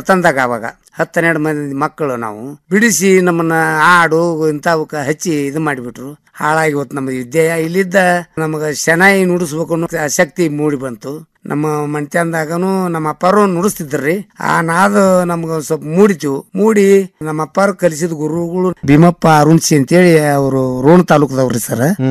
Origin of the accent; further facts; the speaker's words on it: Karnataka, India; born there; ನಮ್ಮ ಹಳ್ಳಿ ಬಾಬು ಇದ್ರಿ ಸರ್, ದೇಸ್ಗತಿ ಹಳ್ಳಿ.